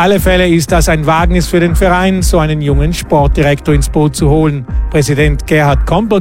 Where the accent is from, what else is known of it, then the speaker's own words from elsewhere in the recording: Friuli-Venezia Giulia, Italy; German is a second language; Ich komme ja aus dem Friaul, da gibt es auch Berge, es ist also nicht viel anders